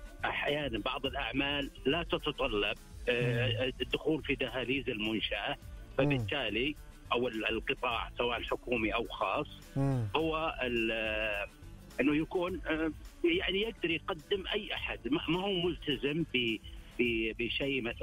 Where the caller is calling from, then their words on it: Riyadh, Riyadh Province, Saudi Arabia; من الرياض.